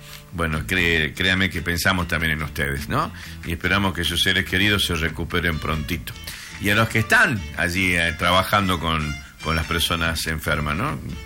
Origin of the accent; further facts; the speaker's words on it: Campo Santo, Salta, Argentina; muchas gracias por nombrar a las familias camposanteñas de mi pueblo.